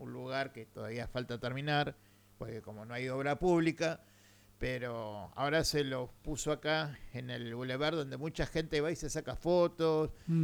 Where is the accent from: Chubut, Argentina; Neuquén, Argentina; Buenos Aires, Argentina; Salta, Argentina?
Buenos Aires, Argentina; Soy porteño.